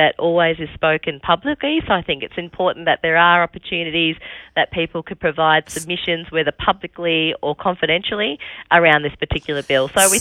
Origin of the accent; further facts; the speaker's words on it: Katherine, Northern Territory, Australia; that's obviously my hometown.